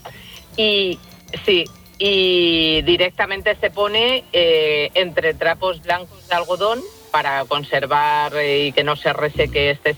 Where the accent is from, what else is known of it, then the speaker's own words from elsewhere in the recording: Combarros, Castile and León, Spain; en las fiestas del pueblo de mi padre, que es mi pueblo, que se llama Combarros y está al ladito de Astorga.